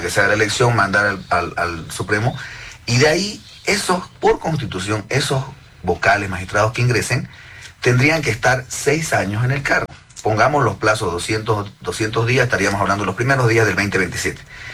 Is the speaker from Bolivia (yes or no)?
yes; Bolivia; yo creo que lo más sincero y sensato que podemos hacer como bolivianos es, pues, dicen, ¿no?